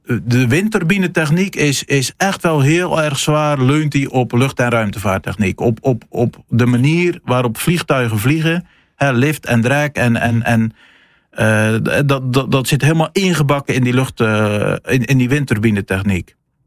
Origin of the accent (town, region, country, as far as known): Netherlands